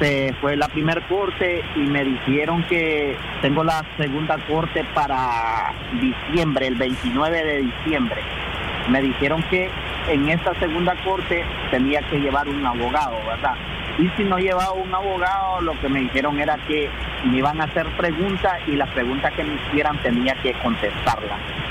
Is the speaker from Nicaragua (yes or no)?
yes; Nicaragua; moved away